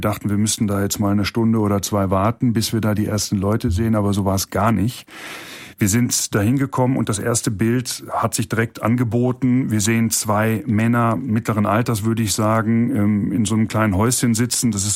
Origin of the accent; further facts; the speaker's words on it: Cologne, North Rhine-Westphalia, Germany; Da frage ich mich ja auch, ich bin Kölner Bürger auch, wie gehe ich denn jetzt damit um?